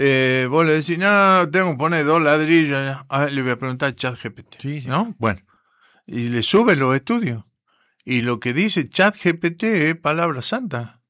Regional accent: Jujuy, Argentina; yo soy de Jujuy. Ah, cierto que soy de Jujuy.

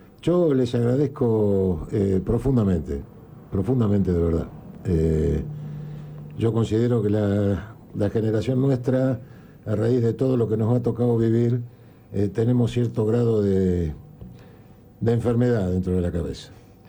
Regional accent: Argentina; sentirnos como argentinos

